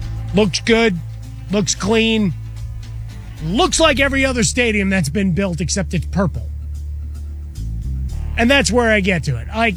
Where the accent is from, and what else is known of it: Chicago, Illinois, United States; born or raised there